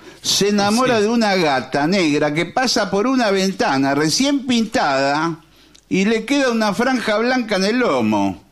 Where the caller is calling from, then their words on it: Florida, Buenos Aires Province, Argentina; de Florida, Vicente López.